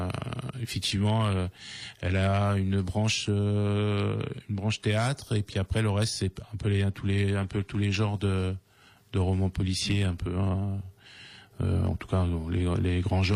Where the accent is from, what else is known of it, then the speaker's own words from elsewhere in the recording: Gignac, France; Moi, je suis de Gignac